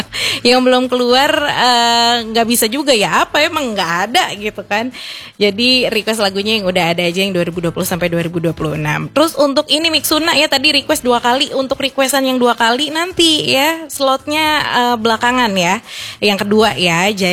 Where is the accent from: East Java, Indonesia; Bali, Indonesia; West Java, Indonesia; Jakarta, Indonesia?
Jakarta, Indonesia; now in Manado, Indonesia; aku juga jadi kangen nih sama Jakarta ya, aku ingin pulang kampung. Aduh, jadi kangen pulang kampung Jakarta